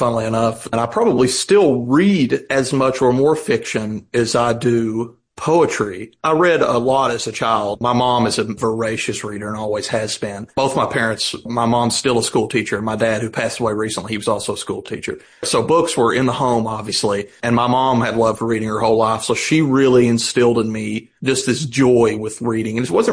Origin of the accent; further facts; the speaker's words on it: Kentucky, United States; It's obviously very rural. I'm from Kentucky, District 5. It's the congressional district.